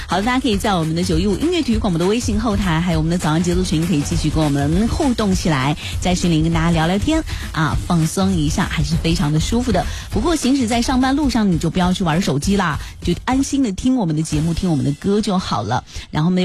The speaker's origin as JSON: {"language": "Chinese", "region": "southern China", "country": "China", "moved": "yes", "lives_now": "Qingdao, China", "said": "因为我是南方人，可能我从小喝的绿豆汤都是加糖的"}